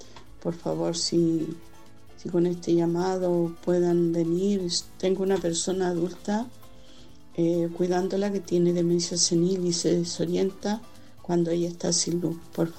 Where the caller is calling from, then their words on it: Chile; Soy de acá del Cerro Olvidado.